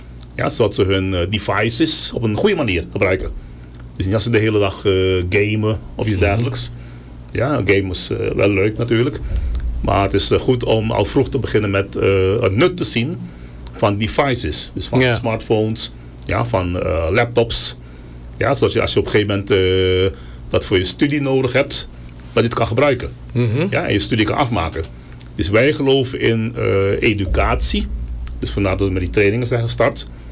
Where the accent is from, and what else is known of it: Suriname